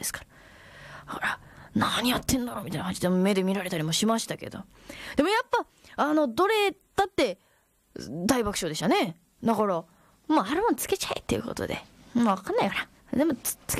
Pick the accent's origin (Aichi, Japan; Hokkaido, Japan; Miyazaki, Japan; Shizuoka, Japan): Miyazaki, Japan; 私と同じ宮崎県出身でございます